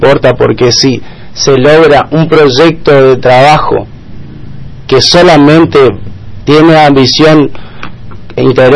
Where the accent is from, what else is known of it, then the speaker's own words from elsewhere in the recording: Chaco, Argentina; lo que verdaderamente está pasando en mi Chaco.